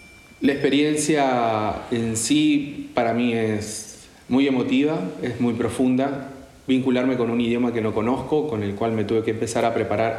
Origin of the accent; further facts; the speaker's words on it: Marcos Juárez, Córdoba, Argentina; born there; soy de Argentina, de Sudamérica. Y nací en 1976, en una pequeña localidad del interior de la provincia de Córdoba, llamada Marcos Juárez.